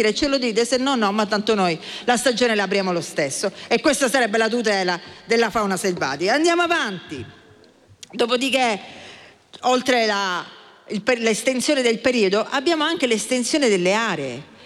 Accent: Sicily, Italy; Io vengo dalla Sicilia.

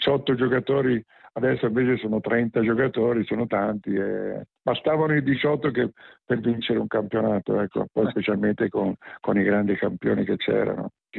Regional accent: Tuscany, Italy; Sono originario della provincia di Pisa, mi mettono tutti Siena, ma io no, provincia di Pisa

